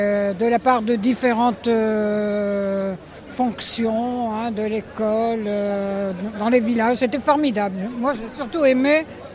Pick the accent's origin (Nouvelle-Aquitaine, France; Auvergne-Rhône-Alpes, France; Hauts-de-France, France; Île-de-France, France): Hauts-de-France, France; Aire-sur-la-Lys; D'Air sur la Lys.